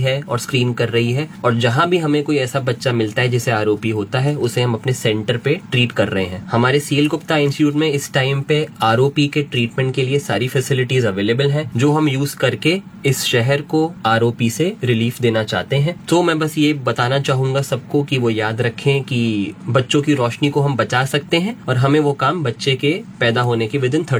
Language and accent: Hindi; Moradabad, Uttar Pradesh, India; moved away as an adult; also born or lived in Ludhiana / Hyderabad; मैं लोकलिटी हूँ, मैं मुरादाबाद का ही जन्मा हूँ 1994 में। यहीं का मैं स्कूल में पढ़ा हूँ, उसके बाद मैं अपनी स्कूलिंग के बाद जो है लुधियाना चला गया था।